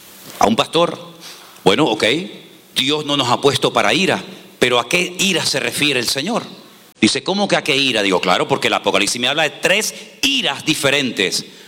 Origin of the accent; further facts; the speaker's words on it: Spain; a lo mejor los españoles tenemos una Biblia diferente a la de ustedes.